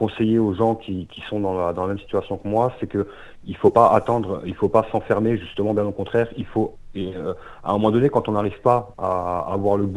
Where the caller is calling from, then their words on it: Grand Est, France; Je suis en Alsace-Moselle.